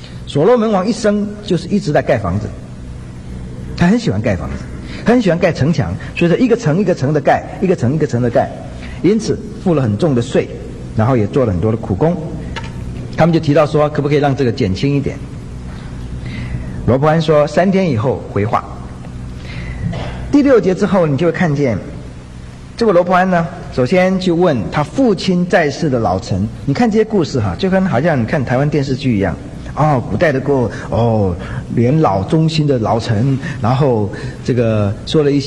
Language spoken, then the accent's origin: Chinese; China; 我们中国人